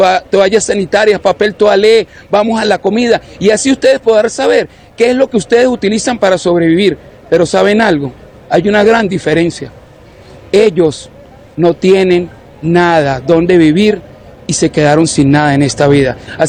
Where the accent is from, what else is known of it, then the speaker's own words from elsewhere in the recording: Venezuela; somos venezolanos de corazón